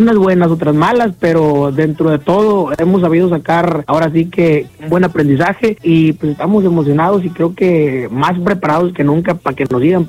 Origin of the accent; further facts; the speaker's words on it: Apatzingán, Michoacán, Mexico; Allá nacimos en Apatzingán, somos de tierra caliente.